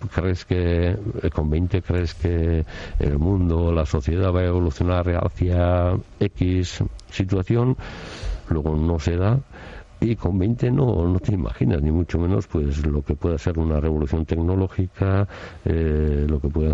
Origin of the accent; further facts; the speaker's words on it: Zarautz, Basque Country, Spain; Sí, soy de Zarauz.